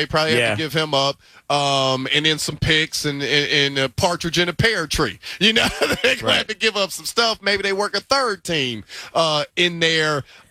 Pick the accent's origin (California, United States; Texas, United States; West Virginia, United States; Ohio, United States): Ohio, United States; Cleveland; I'm from Cleveland, right?